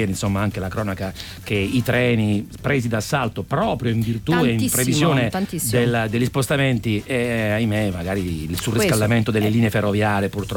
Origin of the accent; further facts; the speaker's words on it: Apulia, Italy; dalle nostre parti, io dico dalle nostre perché Serena Bracale è pugliese